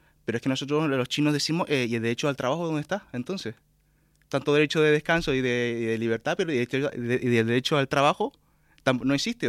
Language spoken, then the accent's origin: Spanish; Canary Islands, Spain; born there; uno, quieras o no, tiene su entorno de gente aquí, uh-huh, Canarias, y ha estudiado aquí.